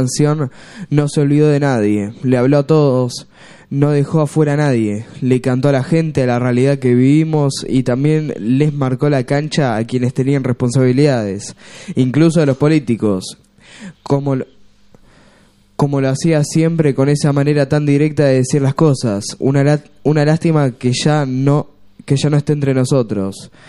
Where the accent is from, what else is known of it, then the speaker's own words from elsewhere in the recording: Argentina; lo que nos pasa como argentinos